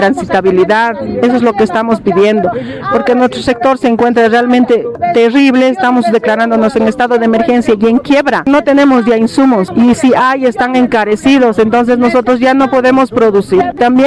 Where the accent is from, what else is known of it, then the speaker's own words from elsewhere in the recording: Bolivia; al final somos bolivianos